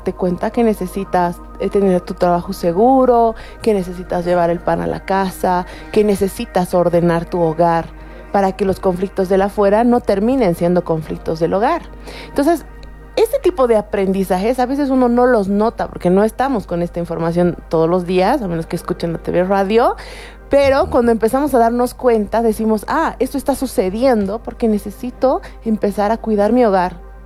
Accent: Bolivia; nuestra meta en la vida como bolivianos, se activa en octubre

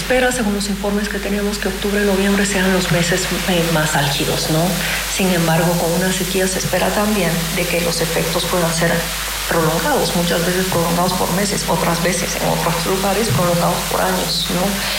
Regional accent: Bolivia

